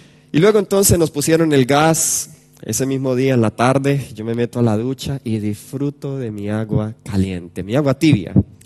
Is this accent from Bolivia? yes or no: no; Colombia; yo soy de Colombia